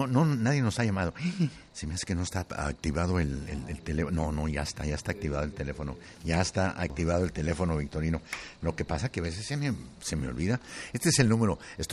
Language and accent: Spanish; Tlaltenango, Zacatecas, Mexico; moved away; Yo soy de un pueblo, ya es una ciudad, ya está muy grande, progresista mi pueblo. Se llama Tlaltenango, Zacatecas, pero para los gringos es Tlaltehollywood, Zacatexas.